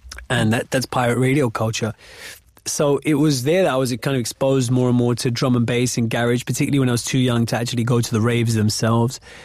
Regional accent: Wembley, London, United Kingdom; born or raised there

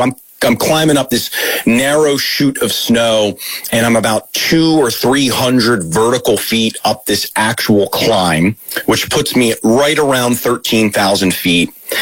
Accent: Baltimore, Maryland, United States; moved away as an adult; I'm originally from Baltimore, and I'd been living in the greater Denver and Boulder area of Colorado for about a year.

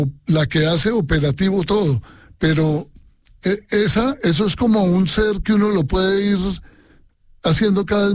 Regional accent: Spain

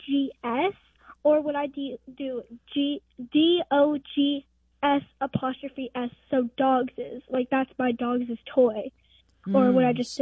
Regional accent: Omaha, Nebraska, United States; I'm from Omaha, Nebraska.

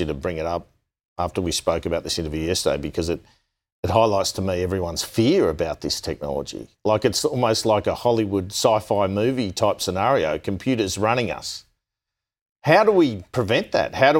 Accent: Australia; When I grew up in Australia, I guess you had a mix of cultures in neighbourhoods.

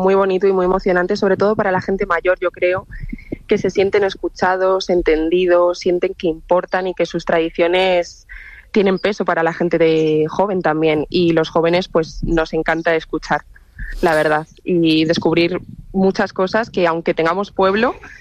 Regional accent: San Miguel del Valle, Castile and León, Spain; yo pertenezco a un pueblo muy pequeñito de Zamora que se llama San Miguel del Valle.

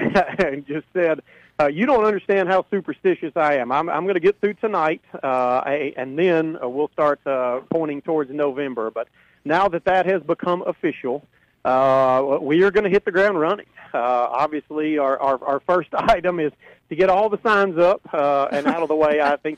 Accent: Hopkinsville, Kentucky, United States; Hopkinsville as a whole has been my city, has been my hometown for almost 50 years.

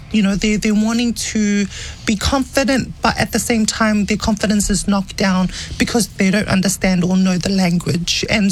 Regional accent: Cook Islands; English is a second language; now in New Zealand; I didn't know how to speak English. I learned how to speak English when I moved to Aotearoa, New Zealand. And that identified me as a Cook Islander because I was, speaking my language.

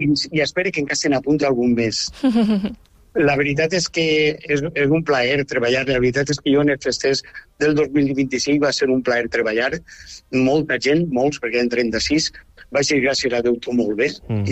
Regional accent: Llutxent, Valencian Community, Spain; jo sóc de l'Ucent al costat de Quatretonda.

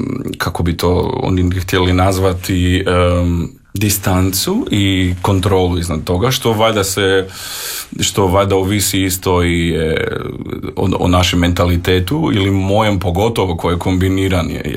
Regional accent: North Macedonia; Zato što, znate, ja sam ipak iz Makedonije, ali imao sam neku, osjećao sam neku zahvalnost Hrvatskoj dok sam to pjevao

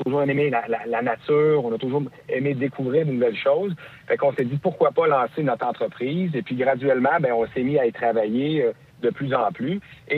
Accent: Victoriaville, Quebec, Canada; moved away as an adult; also born or lived in Montreal; now in Saint-Adrien-de-Ham, Canada; Moi, en fait, je suis originaire de Victoriaville où j'ai grandi.

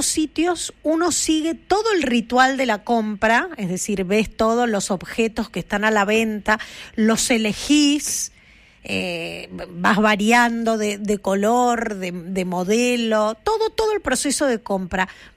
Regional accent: Argentina; Nosotros lo notamos y hemos hablado muchísimo de eso, pero dentro de todo, como argentinos, no lo llevamos haciendo hace tanto tiempo.

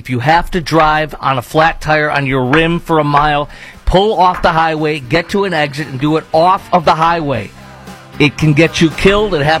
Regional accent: Chicago, Illinois, United States; now in Dallas-Fort Worth, United States; I'm from Chicago, and it's, you know, difficult enough to, you know, be in Dallas-Fort Worth where I'm sitting to be with my beloved parents.

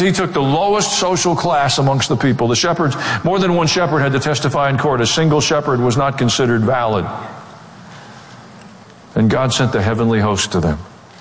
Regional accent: the South, United States; born or raised there

